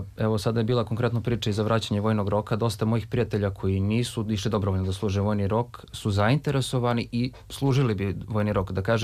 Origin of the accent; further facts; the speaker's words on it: Belgrade, Serbia; Ja sam iz Beograda, živim tu kod Sava centra.